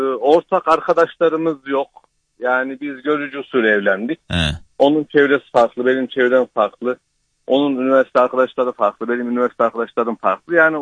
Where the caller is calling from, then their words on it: Izmir, İzmir, Turkey; ben İzmir'den.